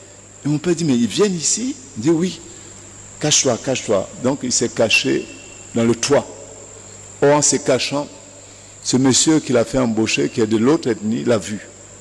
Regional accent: Rwanda; Et quand le génocide a éclaté, mon père, de l'autre ethnie, était infirmier major. Et à Kigali, à l'hôpital, mon père a fait

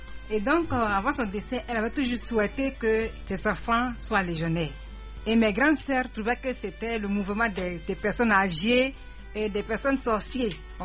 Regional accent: Katiola, Vallée du Bandama, Côte d’Ivoire; moved away; quand je suis arrivée au village chez moi à Katiola

